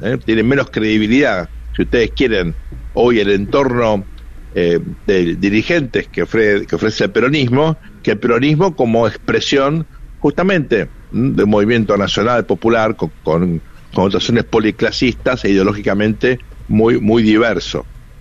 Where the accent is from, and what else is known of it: Argentina